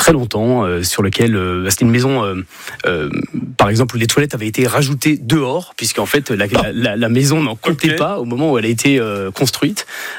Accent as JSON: {"language": "French", "town": "Aubervilliers", "region": "Île-de-France", "country": "France", "tie": "born there", "said": "Oui, je suis né à Aubervilliers, en 1983, en région parisienne."}